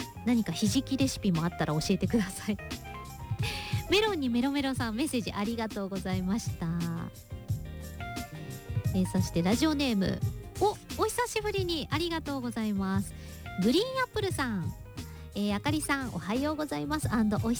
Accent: Fukuoka, Japan; 私も福岡出身なので

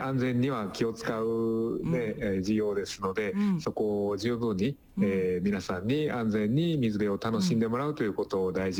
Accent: Kyoto, Japan; born there; now in Shiga, Japan; まあ私の実は京都の、あの、はい、京都の外れ

